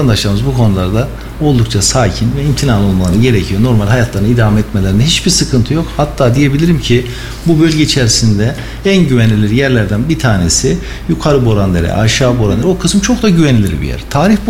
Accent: Kayseri, Turkey; born there; 1971 Kayseri doğumluyum. 3 kız babasıyım.

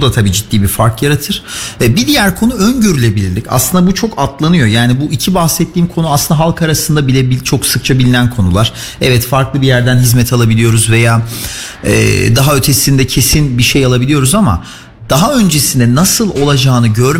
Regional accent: Mersin, Turkey; moved away as an adult; also born or lived in Istanbul / Northern Cyprus; now in Kayseri, Turkey; 99 yılında Mersin'de doğdum. İlk orta ve lise öğrenimi orada tamamladım.

